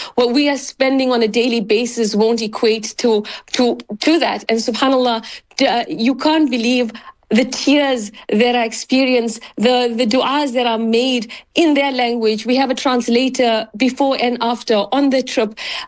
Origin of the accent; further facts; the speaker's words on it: South Africa; As a South African, especially a country shaped by inequality, but also by resilience and dignity